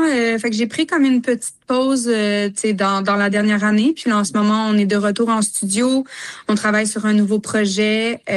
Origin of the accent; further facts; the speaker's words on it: Lavaltrie, Quebec, Canada; moi, je suis originaire de Lavaltrie.